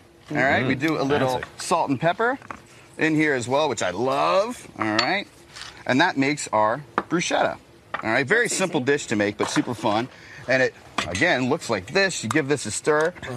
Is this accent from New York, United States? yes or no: no; Ohio, United States; I'm from Ohio originally.